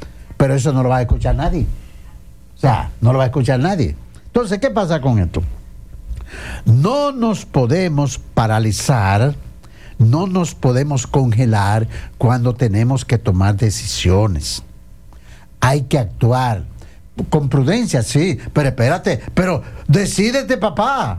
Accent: Dominican Republic; como sociedad dominicana debemos reaccionar

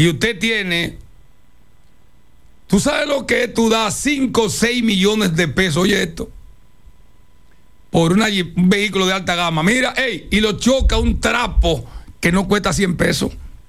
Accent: Dominican Republic; Yo, que soy dominicano

